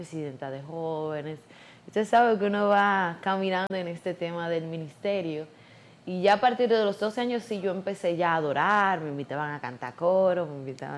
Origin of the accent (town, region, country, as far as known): Los Alcarrizos, Santo Domingo, Dominican Republic